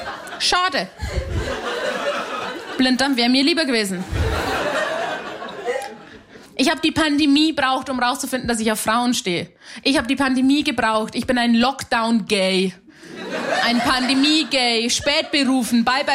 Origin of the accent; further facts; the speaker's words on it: Hanausdorf, Bavaria, Germany; Meine Leitung war sehr lang, weil ich bin aus Hanausdorf bei Simbach bei Landa in der Isar. Da gibt's sowas nicht.